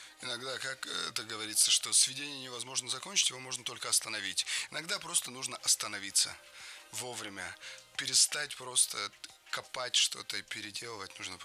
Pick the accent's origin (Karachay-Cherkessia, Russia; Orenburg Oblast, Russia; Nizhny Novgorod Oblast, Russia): Karachay-Cherkessia, Russia; Karachayevsk; now in Cherkessk, Russia; мы сейчас живем в Черкесске, но сами мы из Карачаевска. Так. Это все в Карачаево-Черкесской республике.